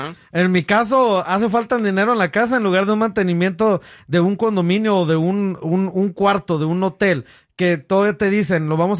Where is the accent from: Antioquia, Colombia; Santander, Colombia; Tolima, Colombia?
Antioquia, Colombia; soy paisa.